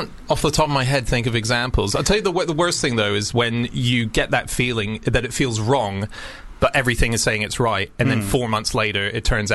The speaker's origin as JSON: {"language": "English", "country": "Australia", "said": "Well, I'm an Aussie"}